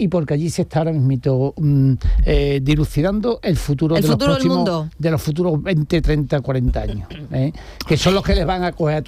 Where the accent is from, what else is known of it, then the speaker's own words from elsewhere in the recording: Andalusia, Spain; accent: llanito; Soy muy andaluz.